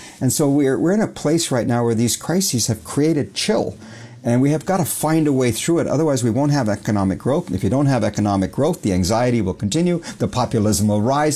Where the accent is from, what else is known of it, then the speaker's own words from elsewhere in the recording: Canada; Because we haven't had to do it before, Carl. It's been pretty darn easy being Canadian.